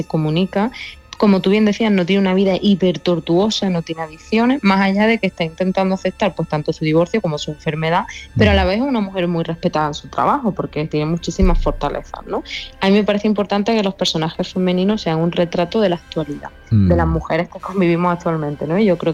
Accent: Andalusia, Spain; reivindicar lo andaluz en la cultura también que consumimos, en la literatura que leemos como andaluces.

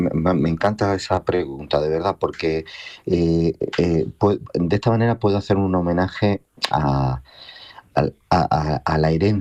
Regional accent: Jaén, Andalusia, Spain; born there; nací en Jaén

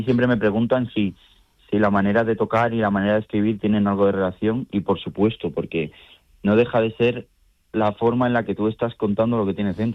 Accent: Madrid, Community of Madrid, Spain; Bueno, yo soy, como tú has dicho … tengo 23 años y soy de Madrid.

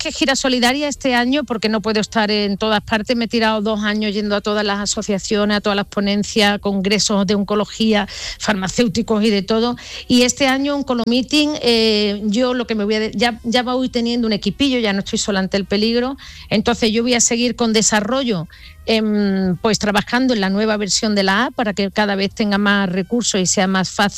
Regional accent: Andalusia, Spain; moved away; Voy a mi tierra un poquito.

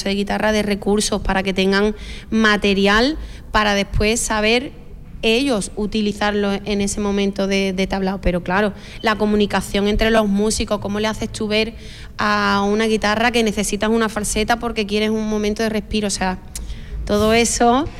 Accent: Málaga, Andalusia, Spain; O sea, yo como malagueña, evidentemente cuando quise seguir prosperando, es que me tuve que desplazar

